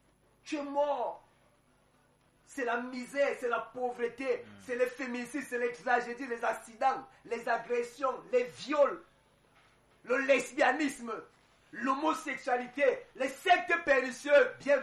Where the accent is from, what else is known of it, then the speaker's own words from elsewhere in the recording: Cameroon; je suis Camerounais